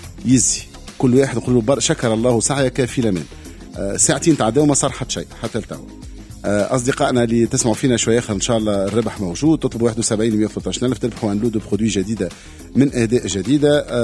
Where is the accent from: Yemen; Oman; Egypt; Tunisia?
Tunisia; أنا تونسي راني كيفكم،